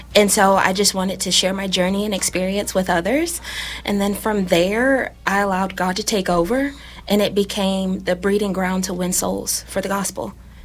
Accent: Lexington, Kentucky, United States; I'm 30. I'm born and raised in Lexington

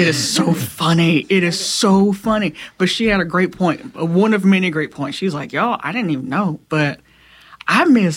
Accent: Alabama, United States; in my home state of Alabama

